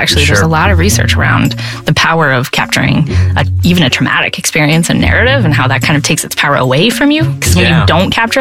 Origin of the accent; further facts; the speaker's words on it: Texas, United States; I'm from the South, right? The storytelling.